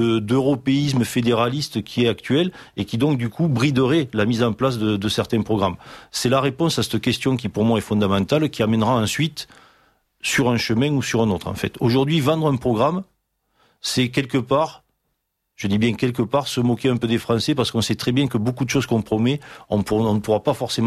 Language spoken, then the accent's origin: French; Toulouse, Occitanie, France; accent: Toulouse (southern); Avec mon accent, vous vous doutez bien que depuis samedi soir, je suis un des plus heureux de la Terre avec le quatrième titre du Stade Toulousain.